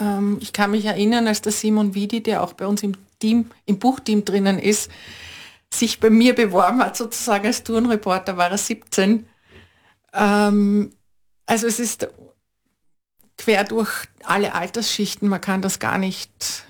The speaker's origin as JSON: {"language": "German", "region": "Vienna", "country": "Austria", "said": "ich komme aus Wien, ja, und, Und es ist vielleicht da auch so"}